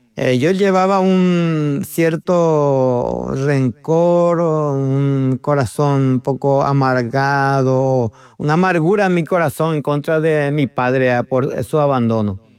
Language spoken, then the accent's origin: Spanish; Gran Chaco, Paraguay; soy paraguayo, nacido en el Chaco paraguayo. El Paraguay se divide en 2 grandes regiones, región occidental y región oriental, ¿verdad? Entonces yo estoy en la región más hacia la frontera Bolivia.